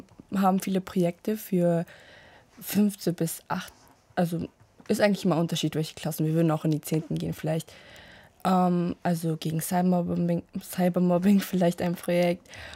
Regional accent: Germany; zum Beispiel bin ich aus Deutschland, die in unserem Land stattfinden, wie es dort ausschaut und wie es dort ist, weil das interessiert meine Eltern vor allem.

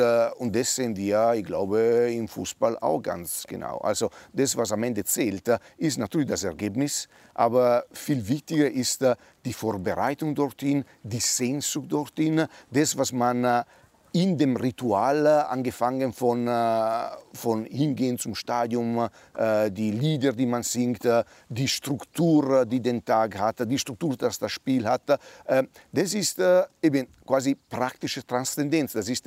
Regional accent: Italy; German is a second language; also born or lived in Austria; now in Germany; Also ich bin Italiener, wohne aber in Deutschland, arbeite in Deutschland, bin in Österreich sozialisiert

